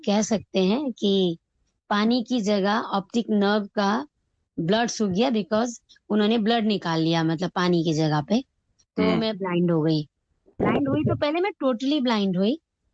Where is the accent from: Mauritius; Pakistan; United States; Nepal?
Nepal; Kathmandu, Bagmati; now in Delhi, India; मैं बेसिकली मैं नेपाल से बिलोंग करती हूँ, काठमांडू से।